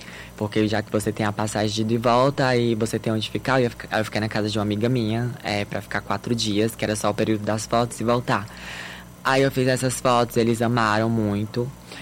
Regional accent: Northeast Region, Brazil; a gente, que é nordestino

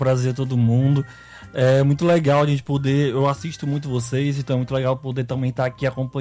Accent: Ceará, Brazil; accent: cearense; um estilo bem cearense, né? O nosso jeito de falar, com o nosso sotaque, com a nossa maneira de ser.

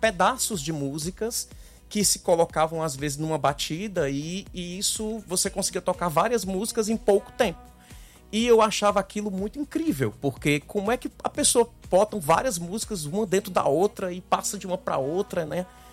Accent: Fortaleza, Ceará, Brazil; also born or lived in Sertão dos Inhamuns, Ceará; ali no sertão dos Inhamus, eu acho, perto de Santa Quitéria, entre Santa Quitéria e Crateús. Nasci, fiquei um ano e pouco de idade, depois me criei aqui em Fortaleza.

